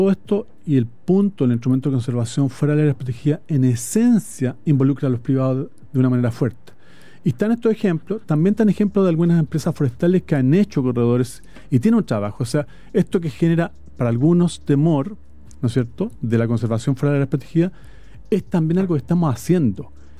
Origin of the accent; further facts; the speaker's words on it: Chile; Los chilenos y chilenas consideramos que la naturaleza es nuestra identidad.